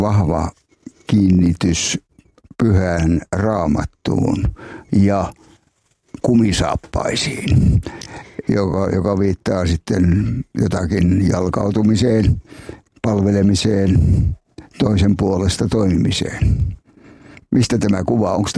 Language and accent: Finnish; Enonkoski, South Savo, Finland; olen Itä-Savosta, Etelä-Savosta lähtöisin Enonkoskelta